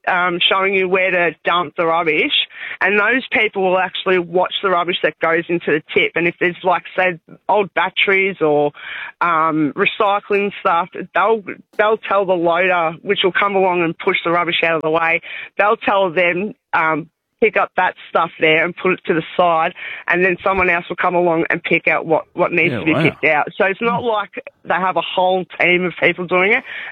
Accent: Werribee, Victoria, Australia; I'm from Werribee, and we've got three bins.

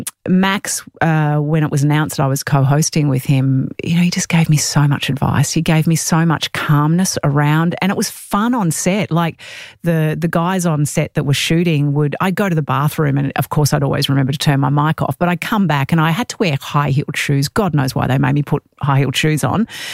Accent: Melbourne, Victoria, Australia; I was from Melbourne and I did Annie the Dummy CPR and treading water with my clothes on.

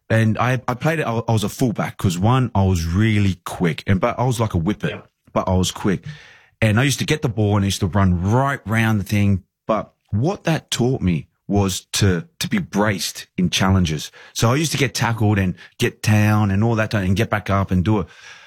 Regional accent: Australia; moved away; I knew coming over to Leeds that it wasn't going to be easy. You know, like I'm coming over as an Australian into an English setup

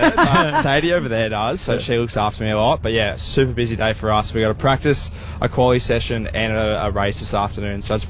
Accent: Sydney, New South Wales, Australia; moved away as an adult; now in Brisbane, Australia; I'm from Sydney originally.

